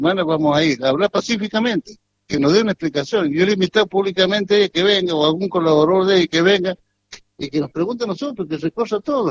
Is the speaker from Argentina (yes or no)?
yes; San Juan, Argentina; Yo soy sanjuanino y allá no hay.